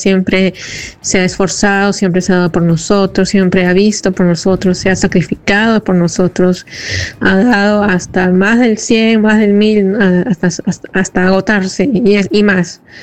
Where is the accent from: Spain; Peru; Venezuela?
Peru; Ventanilla, Callao; Muchas gracias … de Ventanilla.